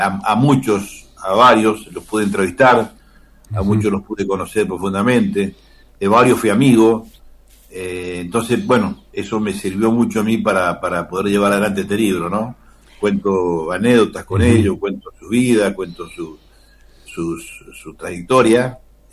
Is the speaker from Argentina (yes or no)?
yes; Mendoza, Argentina